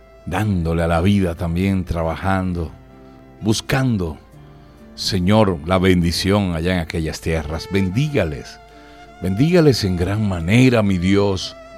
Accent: Venezuela; presento a mi tierra, a mi nación Venezuela.

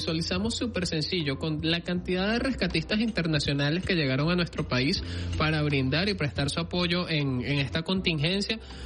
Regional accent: Venezuela; así somos los venezolanos.

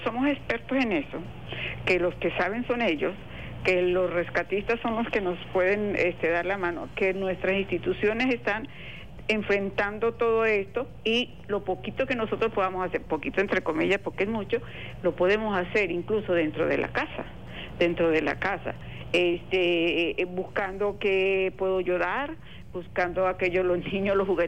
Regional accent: Venezuela; eso que nos caracteriza a nosotros como venezolanos

